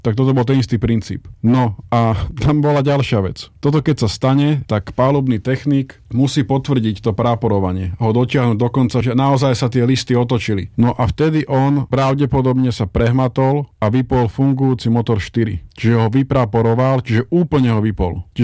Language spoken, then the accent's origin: Slovak; Bratislava, Bratislava Region, Slovakia; som naozaj celé detstvo počúval o tejto príhode ako Bratislavčan. Chodili sme sa kúpať na Zlaté piesky.